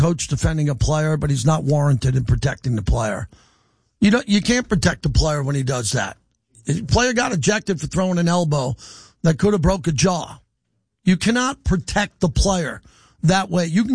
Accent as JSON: {"language": "English", "region": "New York", "country": "United States", "tie": "born or raised there", "moved": "as an adult", "lives_now": "Las Vegas, United States", "said": "I grew up in New York where it was constantly cold. I went to college in upstate New York where it was constantly cold."}